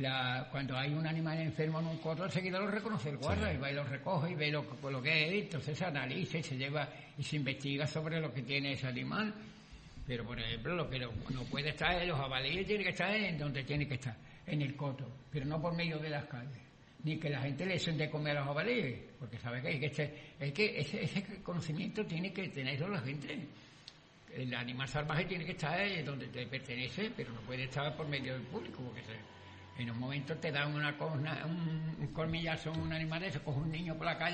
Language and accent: Spanish; Sanlúcar de Barrameda, Andalusia, Spain; Nosotros, la gente de Sanlúcar de Barrameda, los cotos de fuera no lo admiten. No admiten. Y yo soy de Sanlúcar, pero tengo que decir.